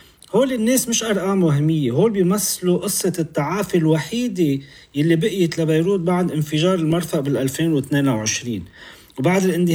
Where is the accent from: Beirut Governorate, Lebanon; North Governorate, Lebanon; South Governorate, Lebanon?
Beirut Governorate, Lebanon; Beirut; أنا اليوم عم أحكي بصفتي الشخصية كمواطن، كاستشاري، كبيروتي،